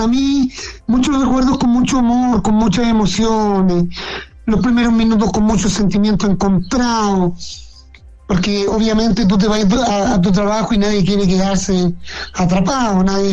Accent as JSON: {"language": "Spanish", "country": "Chile", "said": "porque pasaban muchas cosas por la cabeza de nosotros como mineros chilenos"}